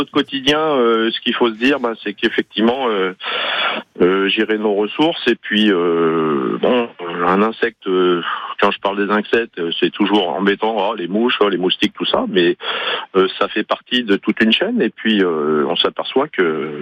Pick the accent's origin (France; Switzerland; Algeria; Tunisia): France; Grenoble, Auvergne-Rhône-Alpes; now in Besançon, France; moi, je suis grenoblois d'origine.